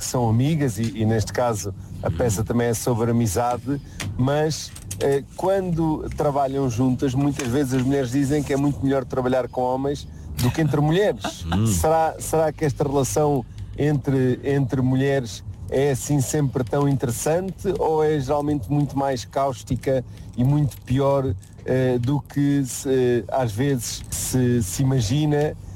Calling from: Alentejo, Portugal; Olá, David, estou a ligar aqui do Alentejo.

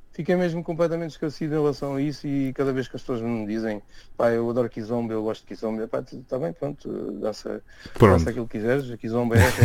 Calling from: Cape Verde; sou cabo-verdiano

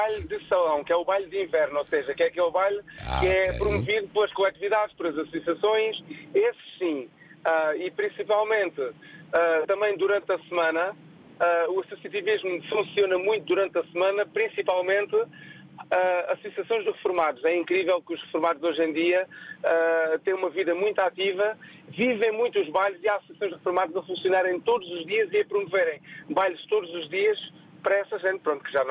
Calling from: Santiago do Cacém, Alentejo, Portugal; Eu sou de Santiago do Cacém.

